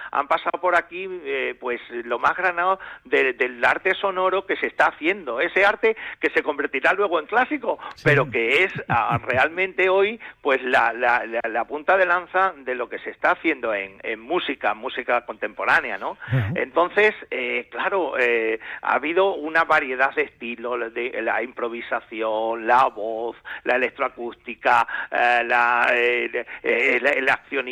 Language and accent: Spanish; Malpartida de Cáceres, Extremadura, Spain; ver en mi pueblo, en el cine de mi pueblo